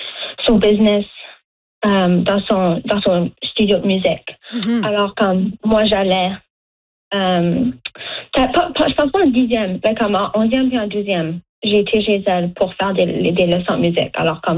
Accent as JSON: {"language": "French", "town": "Dartmouth", "region": "Nova Scotia", "country": "Canada", "also_born_or_lived": "Chéticamp", "said": "même si je viens pas de Chéticamp, ben je viens de Chéticamp, mais je viens de Dartmouth"}